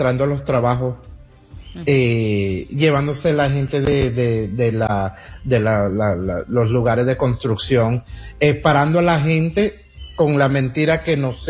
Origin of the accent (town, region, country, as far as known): United States; born there